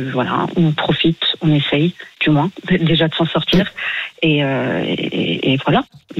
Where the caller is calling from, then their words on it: Algeria; moi, en plus, je suis algérienne